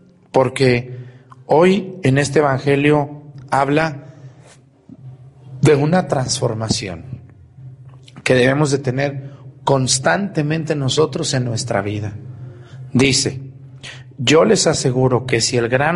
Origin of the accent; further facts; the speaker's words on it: Mexticacán, Jalisco, Mexico; Tuve un maestro excelente en la secundaria. Un saludo a la secundaria técnica número 23 de mi pueblo de Mesticacán, que está cumpliendo 50 años este año, por cierto.